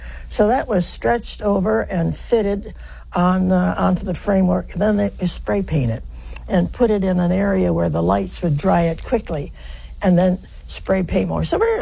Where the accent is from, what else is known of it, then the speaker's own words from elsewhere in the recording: West Virginia, United States; born there; And I said, well, I was born in West Virginia